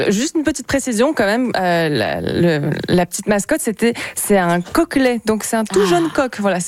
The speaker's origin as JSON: {"language": "French", "country": "France", "lives_now": "Canada", "said": "Mais bon, le Canada, je suis là depuis 2 ans. La France, je suis française, quoi."}